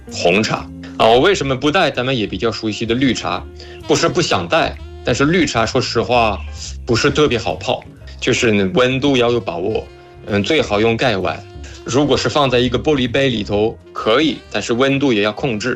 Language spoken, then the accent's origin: Chinese; France; 我作为一个法国人，我也并不能说法国人对茶有什么要求什么需求我完全都了解